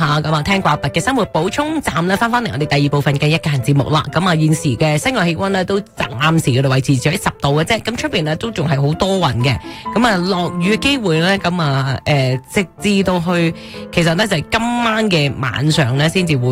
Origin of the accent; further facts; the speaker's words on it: Canada; now in Calgary, Canada; 系我哋喺加拿大啦，喺 Calgary 啦